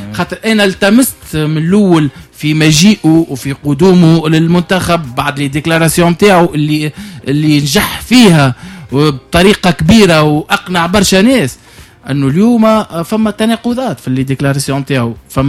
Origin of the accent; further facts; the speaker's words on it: Tunisia; احنا التوانسه